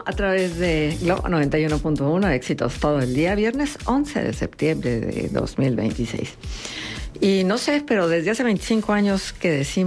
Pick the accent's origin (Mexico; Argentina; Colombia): Mexico